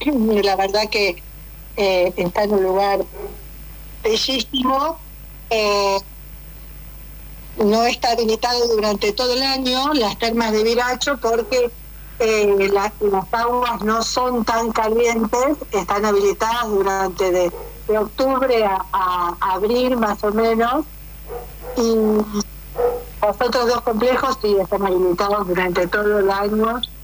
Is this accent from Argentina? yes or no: yes; Buenos Aires, Argentina; now in Concordia, Argentina; hay un lema que yo no soy de Concordia, vine en el 2009 y en ese entonces era el mejor de los verdes. Para mí eso la define de una manera fantástica porque realmente tiene mucho verde. Yo soy de Buenos Aires